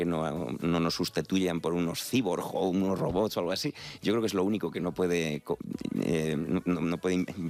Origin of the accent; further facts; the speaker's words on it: Madrid, Community of Madrid, Spain; Yo soy de aquí, de Madrid, pero se pensaba que era vasco.